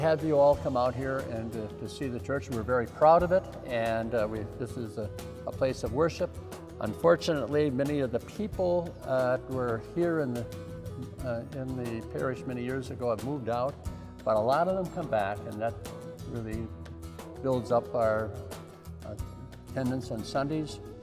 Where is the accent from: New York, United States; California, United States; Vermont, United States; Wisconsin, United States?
Wisconsin, United States; also born or lived in Missouri; Well, I'm originally from Wisconsin, so I went to school in Missouri, in St. Louis, and in outside of Milwaukee, a place called Oconomowoc.